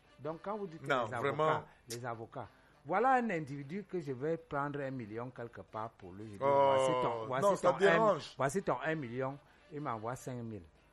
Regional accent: Cameroon; je suis Camerounais.

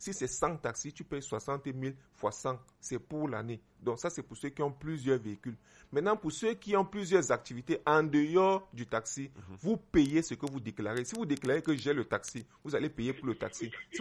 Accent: Cameroon; je suis Camerounais.

